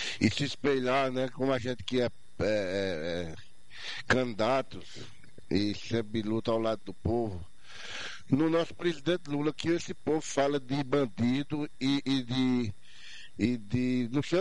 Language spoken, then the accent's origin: Portuguese; Pernambuco, Brazil; é porque eu sou pernambucano